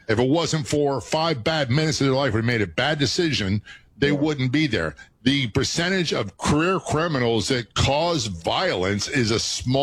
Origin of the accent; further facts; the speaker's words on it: Norfolk, Virginia, United States; I grew up in Norfolk, Virginia. Most of my childhood was in Norfolk, Virginia, and I never felt like I fit in.